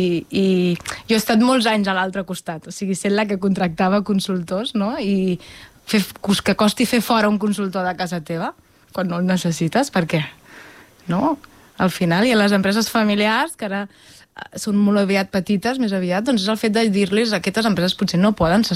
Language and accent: Catalan; La Selva del Camp, Catalonia, Spain; also born or lived in Reus; Jo vaig néixer a Reus, tot i que amb 6 anys vaig anar a viure en un poble que es diu La Selva del Camp, per tant em considero salvatana.